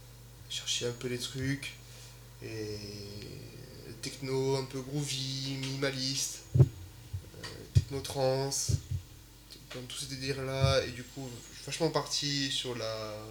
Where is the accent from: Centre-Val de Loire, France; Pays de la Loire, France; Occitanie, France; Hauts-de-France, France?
Occitanie, France; Toulouse; moi, je suis de Toulouse, originaire d'ici, hein, Occitanie.